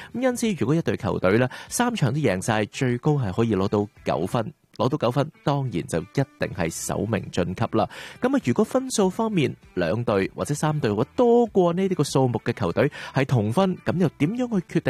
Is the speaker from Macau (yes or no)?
no; Canada; 而我哋亦都系主办国之一。作为加拿大人，你唔系唔知道个赛制啊？